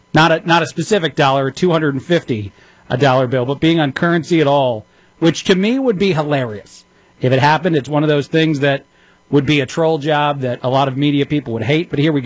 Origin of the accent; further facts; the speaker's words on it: Texas, United States; being a Texan.